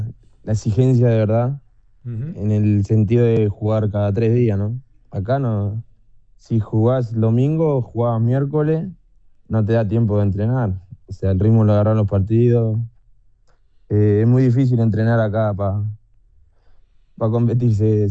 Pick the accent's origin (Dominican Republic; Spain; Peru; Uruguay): Uruguay; San José; now in Brazil; Ah, y yo soy mucho de mi país, soy mucho de Uruguay. Yo soy muy familiar, extraño a mi familia, a mis amigos. También extraño el mundo nacional porque soy hincha. O sea, extraño todo Uruguay.